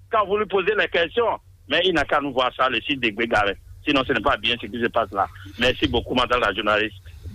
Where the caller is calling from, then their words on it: Cotonou, Littoral, Benin; Je vous appelle de Cotonou, Misebo, 5e arrondissement cet après-midi.